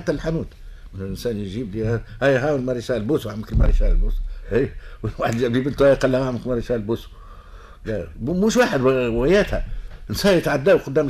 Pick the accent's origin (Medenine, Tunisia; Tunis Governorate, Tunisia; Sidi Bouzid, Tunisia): Tunis Governorate, Tunisia; Tunis; born there; moved away as an adult; now in Ezzahra, Tunisia; أما تولدت في دارنا زنقة سيدي دلة عدد 46 توا ساكن فيها أخويا. طلعت للزهرة وقتها عام 57